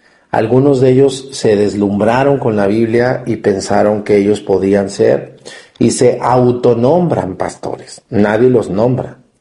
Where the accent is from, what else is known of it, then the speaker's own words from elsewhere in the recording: Mexticacán, Jalisco, Mexico; pero este es mi pueblo, Mexicacán. Yo allí nací y yo quiero a mi pueblo.